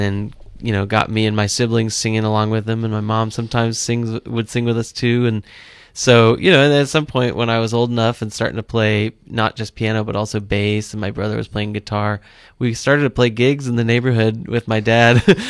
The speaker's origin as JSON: {"language": "English", "town": "Seattle", "region": "Washington", "country": "United States", "tie": "born or raised there", "said": "Well, I grew up in Seattle, the north side of the city, and went to public schools in the city"}